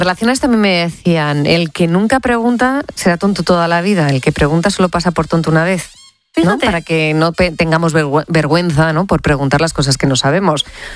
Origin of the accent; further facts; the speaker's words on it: Spain; ¿cómo somos los españoles, eh?